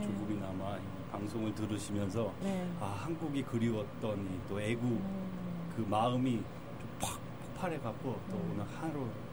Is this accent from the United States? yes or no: yes; Los Angeles, California, United States; 제가 미국에서 어린 유년 시절을 보냈을 때 부모님도 항상 코리안 프라이드를 알려주셨어요.